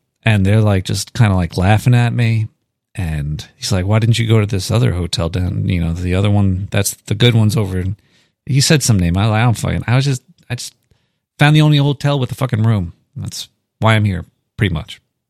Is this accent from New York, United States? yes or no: yes; Brooklyn, New York, United States; I'm from Brooklyn. I'm a bumbling Brooklyn retard. I can't get back there.